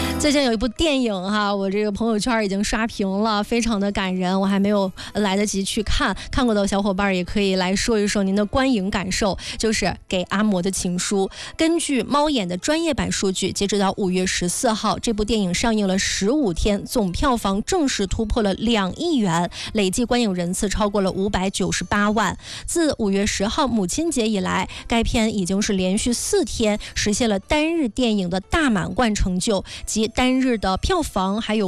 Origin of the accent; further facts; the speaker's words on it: Hebei, China; 咱作为河北人啊